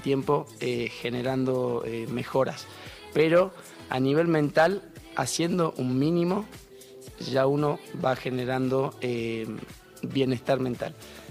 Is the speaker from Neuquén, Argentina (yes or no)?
no; Jujuy, Argentina; nosotros siendo jujeños